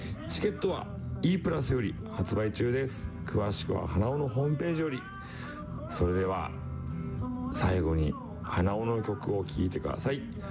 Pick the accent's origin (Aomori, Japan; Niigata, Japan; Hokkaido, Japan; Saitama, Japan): Hokkaido, Japan; moved away; 生まれ故郷の北海道でもないし